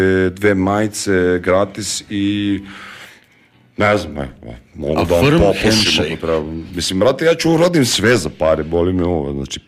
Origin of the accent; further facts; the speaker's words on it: Serbia; Ne, mi smo iz Srbije, mi ubijemo ljude, panduri kod nas ubijaju ljude